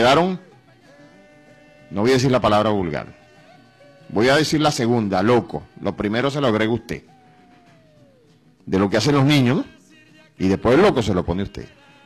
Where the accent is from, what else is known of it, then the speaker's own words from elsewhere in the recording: Venezuela; los venezolanos, somos venezolanos.